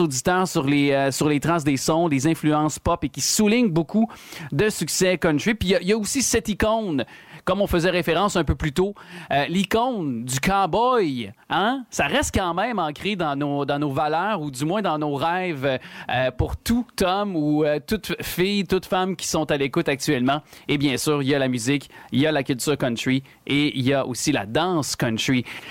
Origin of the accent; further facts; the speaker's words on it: Quebec, Canada; chez nous au Québec.